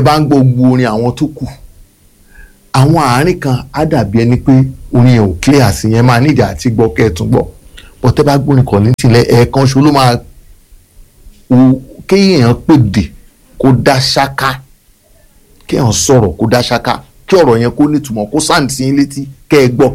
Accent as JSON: {"language": "Yoruba", "town": "Ibadan", "region": "Oyo", "country": "Nigeria", "tie": "born there", "said": "Ìbàdàn ni wọ́n bí mi sí."}